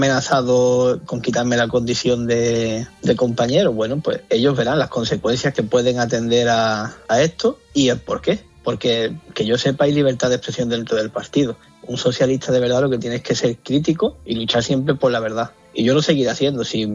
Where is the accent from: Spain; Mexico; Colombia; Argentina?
Spain; Ceuta; yo ante todo soy ceutí. Entonces tengo que defender mi ciudad.